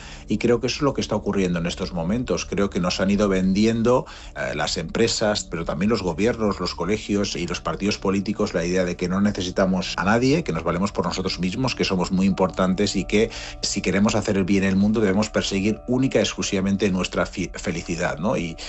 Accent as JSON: {"language": "Spanish", "town": "Chalamera", "region": "Aragon", "country": "Spain", "tie": "born or raised there", "moved": "yes", "lives_now": "Sweden", "said": "en mi caso, del siglo pasado, en los años 90, y en mi caso en la España rural. Así que el libro también es un trayecto geográfico y a través del tiempo entre un presente en Suecia, que es donde escribí esta novela, un pasado en mi pueblo, Chalamera"}